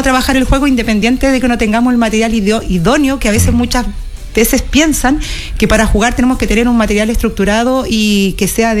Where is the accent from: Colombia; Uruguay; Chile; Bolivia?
Chile